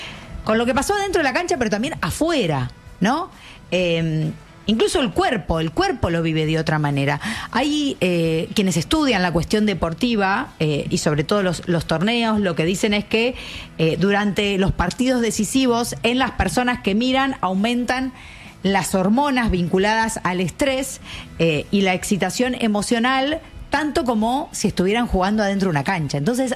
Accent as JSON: {"language": "Spanish", "country": "Argentina"}